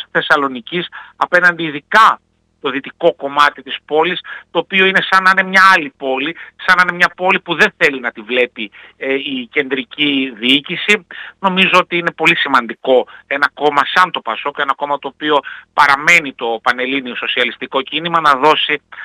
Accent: Eleftherio-Kordelio, Central Macedonia, Greece; Εγώ μεγάλωσα και στις δυτικές συνοικίες, μεγάλωσα στο Ελευθέριο Κορδελιό.

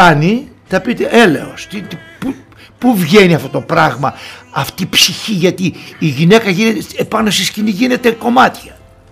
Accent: Thessaloniki, Central Macedonia, Greece; Σαν Θεσσαλονικιός και ο Μακεδόνας

